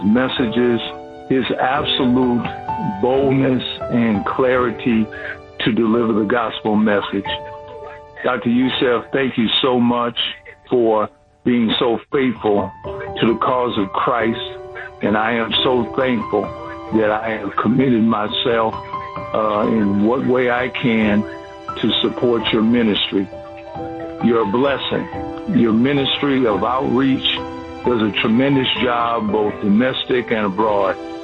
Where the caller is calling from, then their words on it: Tecumseh, Ontario, Canada; I'm calling from Tecumseh, Ontario, Canada.